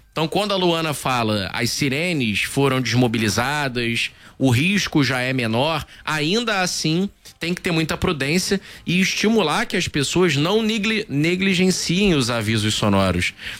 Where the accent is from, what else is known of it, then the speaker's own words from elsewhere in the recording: Rio de Janeiro, Brazil; Vicente Carvalho, minha terra.